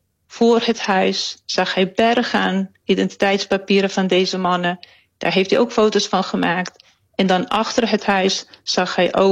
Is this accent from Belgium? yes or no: no; Srebrenica, Republika Srpska, Bosnia & Herzegovina; now in Netherlands; Kijk, ik kom zelf uit Srebrenica. Ik heb de val meegemaakt.